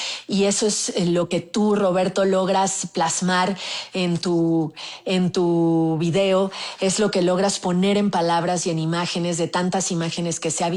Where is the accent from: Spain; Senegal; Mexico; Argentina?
Mexico; Hace rato que no me sentía, pues, hasta un poco orgullosa de ser mexicano, mexicana.